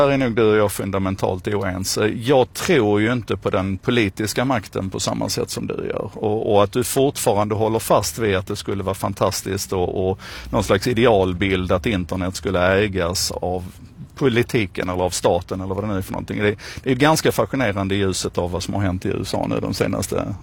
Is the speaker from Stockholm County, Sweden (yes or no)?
no; Malmö, Skåne, Sweden; vi är ju Malmöbor